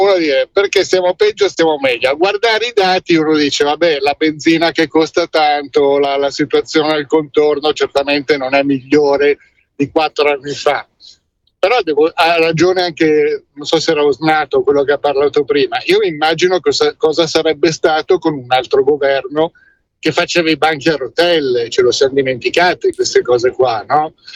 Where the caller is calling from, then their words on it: Milan, Lombardy, Italy; sono sempre io da Milano